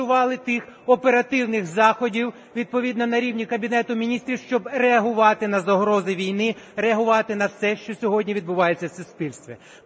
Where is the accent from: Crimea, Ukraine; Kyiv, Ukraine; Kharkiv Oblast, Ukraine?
Kharkiv Oblast, Ukraine; Kharkiv; у тому числі в моєму рідному Харкові